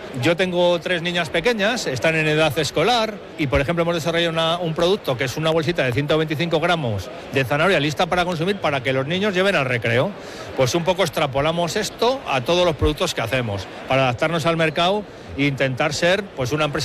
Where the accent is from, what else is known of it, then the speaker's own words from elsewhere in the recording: Cuéllar, Castile and León, Spain; Yo soy de Cuéllar, me considero cuellarano, segoviano, de Castilla y León y español.